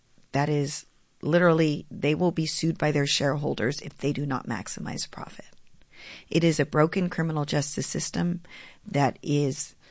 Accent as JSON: {"language": "English", "region": "Texas", "country": "United States", "tie": "born or raised there", "lives_now": "Austin, United States", "said": "I grew up in the Valley, yes. I'm a legislator who represents Central Texas, Austin, in the Texas House, but I am born and raised in the Rio Grande Valley."}